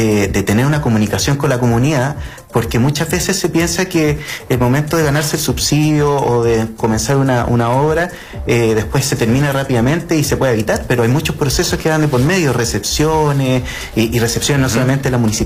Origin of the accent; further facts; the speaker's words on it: Chile; la manera que tenemos nosotros de desarrollar la ciudad acá en Chile